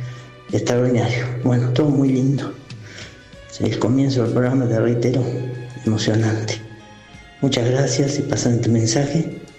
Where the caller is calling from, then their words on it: Rosario, Santa Fe, Argentina; de Rosario.